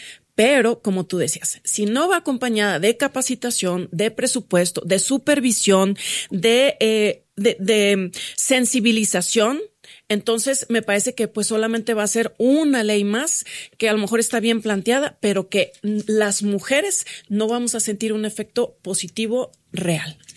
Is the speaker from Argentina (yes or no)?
no; Mexico; como mujer, como mexicana, también me preocupa.